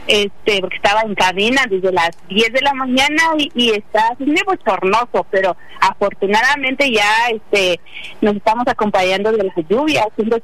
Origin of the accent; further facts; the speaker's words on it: Oaxaca, Mexico; first language Triqui; Spanish is a second language; quiero dar un mensaje, un saludo en mi lengua materna, triqui alta